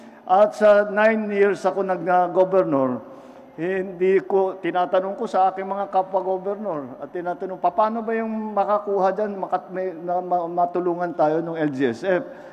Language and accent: Tagalog; Ilocos Region, Philippines; Pero palapit na doon sa amin sa Ilocos Norte. Nararamdaman ko talaga ang init ng inyong salubong.